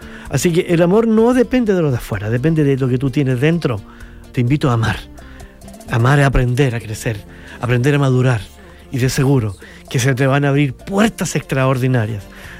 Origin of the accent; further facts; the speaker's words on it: Chillán, Ñuble, Chile; Bueno, Chillán es mi tierra en realidad. Aquí estudié, aquí crecí, aquí he emprendido, aquí he hecho familia, en fin. Todo lo he hecho aquí en Chillán, aunque he vivido, hoy les quiero compartir que he vivido en varias ciudades.